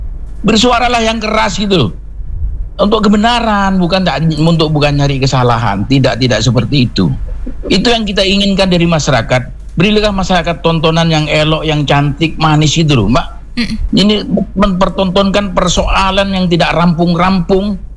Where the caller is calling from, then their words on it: Batu, East Java, Indonesia; sebagai warga Kota Batu